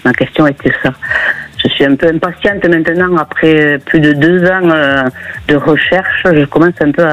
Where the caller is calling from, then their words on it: Occitanie, France; D'Haute-Garonne